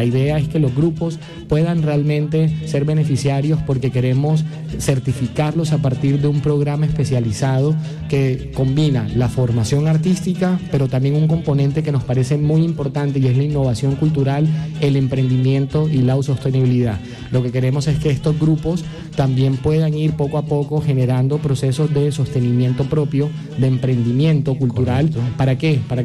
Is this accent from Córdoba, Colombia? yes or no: yes; Montería, Córdoba, Colombia; born there